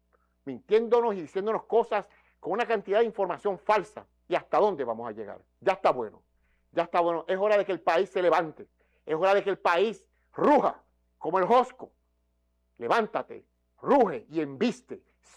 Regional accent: Puerto Rico; Entonces somos todos los puertorriqueños de todos los sectores.

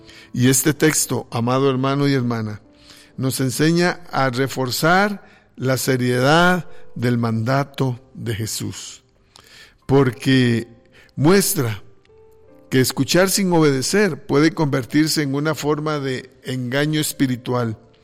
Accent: San Pedro de Montes de Oca, San José, Costa Rica; Soy de San Pedro de Montedioca.

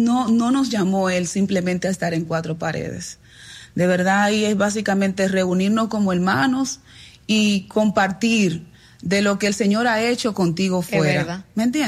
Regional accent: Dominican Republic; Soy dominicana.

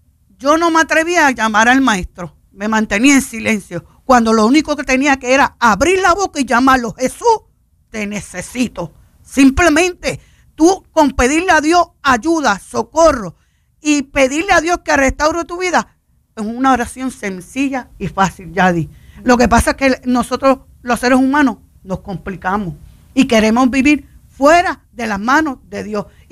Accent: Puerto Rico; Te voy a explicar como buen puertorriqueño, suavecito y con calma.

